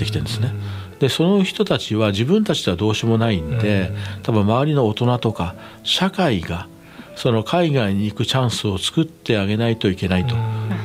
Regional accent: Fukushima, Japan; 私福島出身なんで

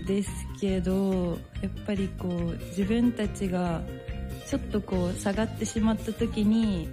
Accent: Ehime, Japan; moved away; 私と宇治原選手の地元愛媛県開催で試合をさせていただいて

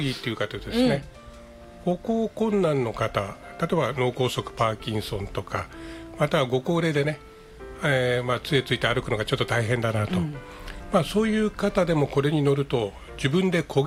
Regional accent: Yokohama, Kanagawa, Japan; born there; moved away as an adult; also born or lived in Akakina, Kasari, Amami / Nakano, Tokyo / Kashiwa, Chiba; now in Amami, Japan; 生まれてすぐに、親の仕事の関係で、東京中野に移って、はい、でそれから千葉柏、神奈川の横浜で育ってます。

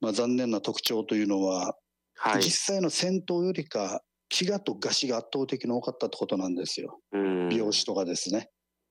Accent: Okinawa, Japan; 私は沖縄なんでですね

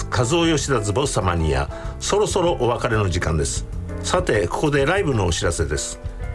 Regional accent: Kawagoe, Saitama, Japan; 僕の地元川越の蔵の町、一番街の中心に位置する小江戸テラスの広場でフリーコンサートがあります。

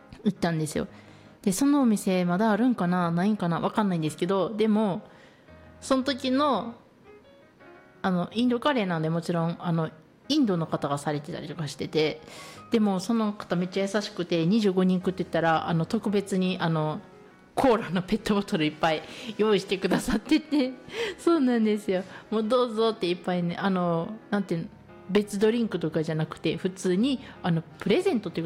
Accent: Higashiomi, Shiga, Japan; 私は東近江市出身なんで、東近江市から行くんですけど

